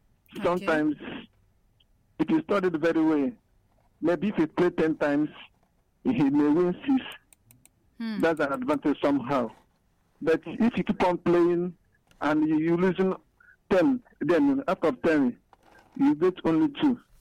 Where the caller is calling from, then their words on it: Nigeria; from Abapa.